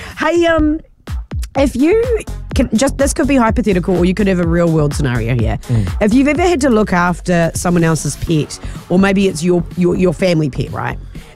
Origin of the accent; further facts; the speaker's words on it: Hutt Valley, Wellington, New Zealand; Oh, we're going to my hometown of the Hutt Valley.